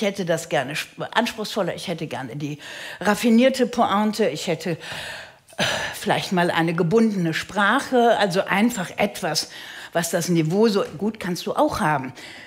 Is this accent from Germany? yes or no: yes; Rhineland, Germany; born there; ich bin an einem Karnevalssonntag geboren worden im Rheinland